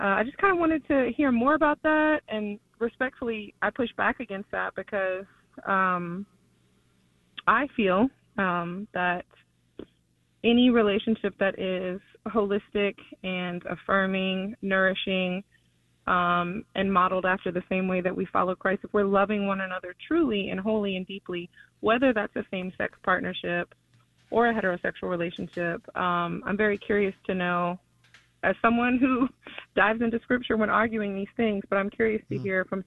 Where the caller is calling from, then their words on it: Queens, New York, United States; I'm actually … that resides in Manhattan, but I am currently calling from Queens.